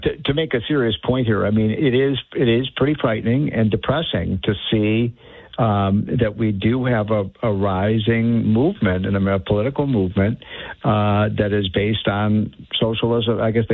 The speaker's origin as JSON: {"language": "English", "town": "Chicago", "region": "Illinois", "country": "United States", "said": "As you know, I'm from Chicago. One of the great cities of all time."}